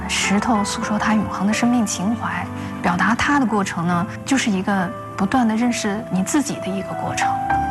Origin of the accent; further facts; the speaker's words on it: Wuhai, Inner Mongolia, China; 我的家乡是乌海，是在巍巍阴山和奔流的黄河激烈碰撞后形成的大大几字湾上，素有黄河明珠之美誉。